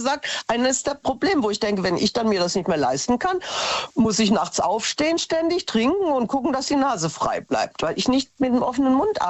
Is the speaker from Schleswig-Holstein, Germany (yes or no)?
no; Hesse, Germany